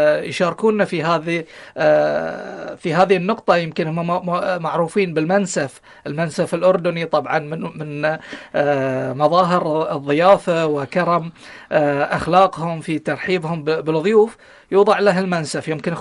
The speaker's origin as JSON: {"language": "Arabic", "country": "Bahrain", "accent": "Bahraini and Gulf dialect", "said": "احنا في يعني لهجتنا البحرينية والخليجية"}